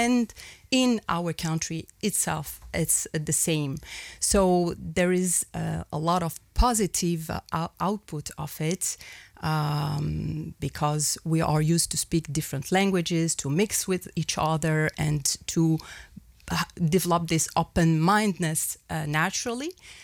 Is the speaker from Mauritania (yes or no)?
yes; Mauritania; also born or lived in Paris; now in Luxembourg; And before living in Paris, I grew up in Mauritania.